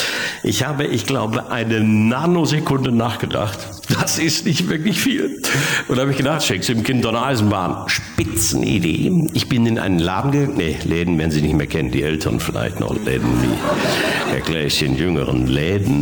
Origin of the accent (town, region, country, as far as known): Bochum, North Rhine-Westphalia, Germany